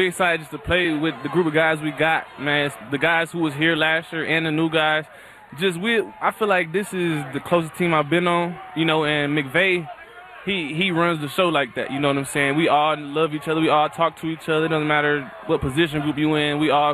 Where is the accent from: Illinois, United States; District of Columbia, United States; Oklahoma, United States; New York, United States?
Oklahoma, United States; also born or lived in Muskogee / San Diego; I was born in Muskogee, Oklahoma.